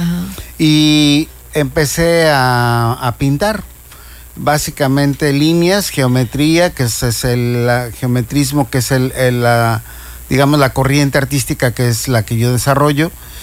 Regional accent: Guadalajara, Jalisco, Mexico; moved away as an adult; now in Cancún, Mexico; soy arquitecto, okay, en el Centro Universitario de Arte, Arquitectura y Diseño de la Universidad de Guadalajara, de donde soy originario.

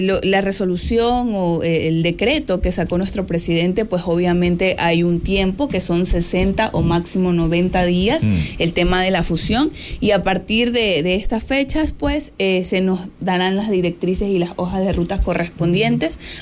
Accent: Manta, Manabí, Ecuador; nosotros como manabitas, como ecuatorianos, ya lo vivimos. En 2016 un terremoto que azotó la provincia, en mi cantón Manta fue también muy fuerte

